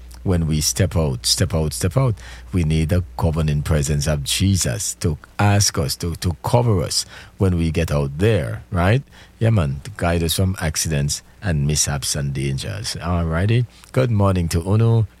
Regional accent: Jamaica; I am Jamaican

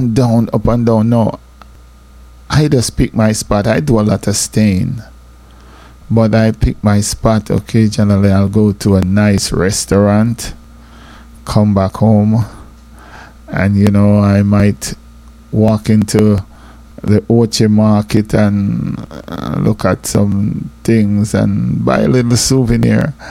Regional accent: Jamaica; now in United States; every one of us as Jamaican that work in America

